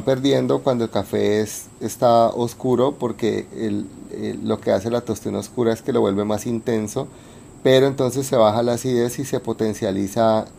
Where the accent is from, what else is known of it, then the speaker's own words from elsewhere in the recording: Colombia; porque somos colombianos